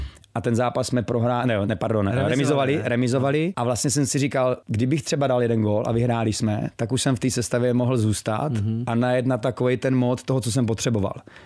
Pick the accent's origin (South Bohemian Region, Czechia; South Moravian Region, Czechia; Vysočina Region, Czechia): South Moravian Region, Czechia; Brno; jsem z Brna